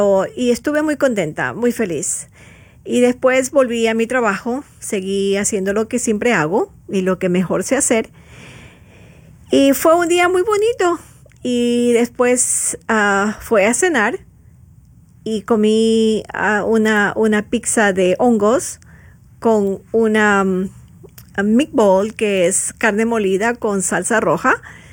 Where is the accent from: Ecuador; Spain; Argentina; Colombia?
Ecuador; Pero de donde yo vengo es Sudamérica, Ecuador